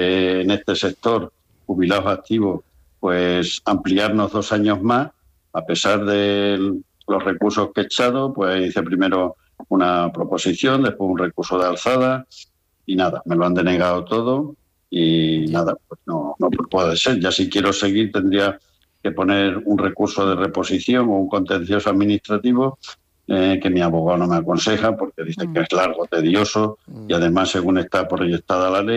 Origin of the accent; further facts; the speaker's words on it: Extremadura, Spain; yo soy de Cáceres y tengo una casa en un pueblo de Cáceres que se llama Casa Tejada, donde eran mis padres, era mi familia